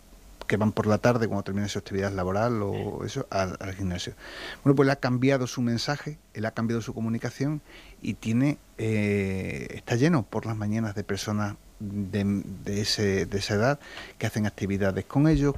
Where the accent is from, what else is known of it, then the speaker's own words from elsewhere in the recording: Almendralejo, Extremadura, Spain; Yo soy de Almendralejo, una ciudad cercana aquí a Mérida.